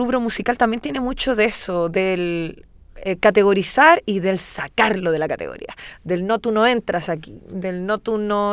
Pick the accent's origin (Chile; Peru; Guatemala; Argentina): Chile; Nosotros también, como chilenos incluso, uh-huh. que no nacimos con este estilo.